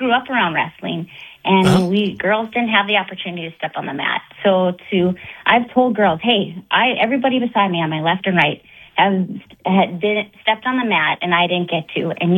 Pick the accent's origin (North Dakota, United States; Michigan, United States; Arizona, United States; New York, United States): North Dakota, United States; Linton; Well, I grew up in Linton.